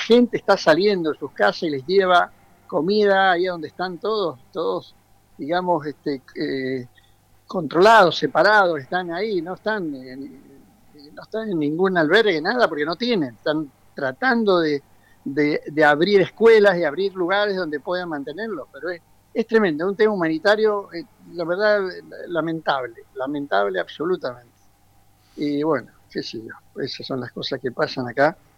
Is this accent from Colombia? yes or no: no; Argentina; saben que soy argentino y bueno, pero acá no se habla más del Mundial.